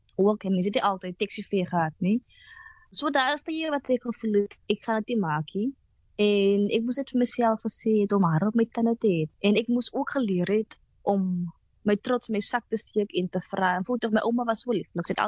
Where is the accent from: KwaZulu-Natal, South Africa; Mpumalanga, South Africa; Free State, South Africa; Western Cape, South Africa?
Western Cape, South Africa; Atlantis; En sê, ek is van Atlantis, ek bly in Island Place, ek bly in die kort.